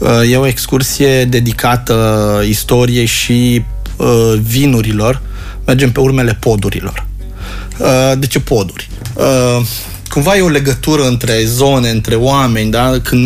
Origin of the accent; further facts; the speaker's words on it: Romania; Tu ca și român